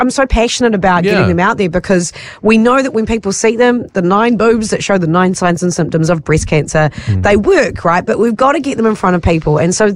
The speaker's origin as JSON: {"language": "English", "region": "Wellington", "country": "New Zealand", "tie": "born or raised there", "said": "I'm stoked to tick this one off because this is my hometown of Wellington"}